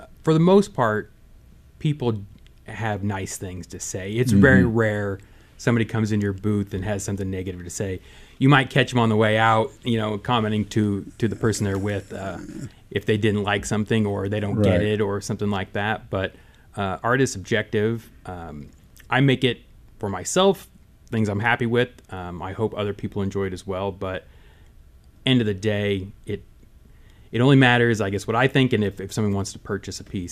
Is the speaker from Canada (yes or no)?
no; Lawrence, United States; Being as I'm from Lawrence, I have a lot of community members and former clients and friends who are familiar with my work.